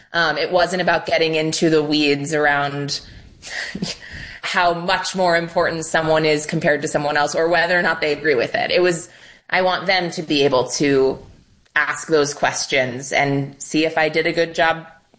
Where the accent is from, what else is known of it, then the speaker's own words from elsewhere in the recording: New York, United States; I grew up in New York and I barely knew who represented me.